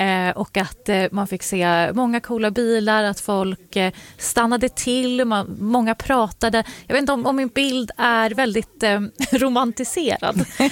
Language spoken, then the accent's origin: Swedish; Västerås, Västmanland County, Sweden; Jag är uppväxt i Västerås.